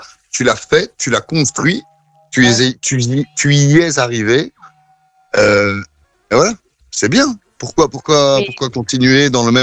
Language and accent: French; Belgium; Je suis belge, je parle pas toujours bien français